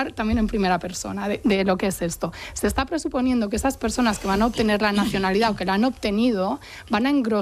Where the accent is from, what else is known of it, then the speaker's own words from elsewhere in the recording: Spain; Yo como española, muy española, que diría Rajoy